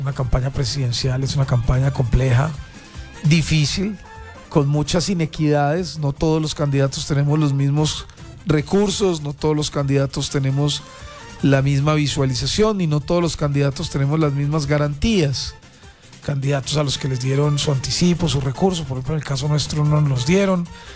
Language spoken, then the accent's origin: Spanish; Manizales, Caldas, Colombia; also born or lived in Riosucio; feliz de estar aquí en Manizales, en mi tierra nuevamente. Como presidente caldense